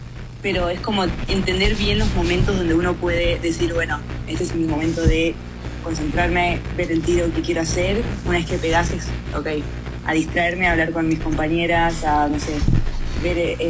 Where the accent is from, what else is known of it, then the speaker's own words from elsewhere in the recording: San Martín de los Andes, Neuquén, Argentina; yo soy de San Martín de los Andes, nada, y me crié, ahí nací